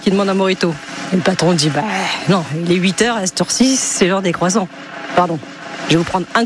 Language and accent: French; Centre-Val de Loire, France; also born or lived in Laval / Le Mans / Bordeaux / Quebec; now in Quimper, France; J'ai grandi en Beauce, dans des paysages là, remplis de champs de maïs, de champs de blé.